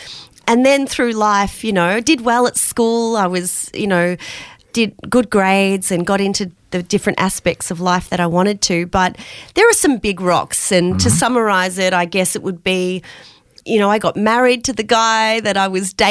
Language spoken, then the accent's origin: English; Romsey, Victoria, Australia; And I grew up in Romsey, which is about an hour out of Melbourne in rural. It was beautiful.